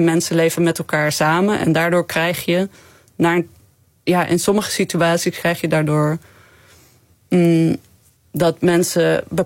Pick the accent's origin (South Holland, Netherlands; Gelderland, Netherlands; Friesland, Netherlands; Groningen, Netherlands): Groningen, Netherlands; Ja, ik ben gewoon Nederlands uit Groningen.